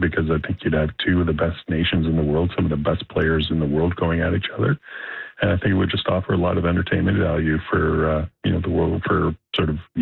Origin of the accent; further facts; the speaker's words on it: Canada; as a Canadian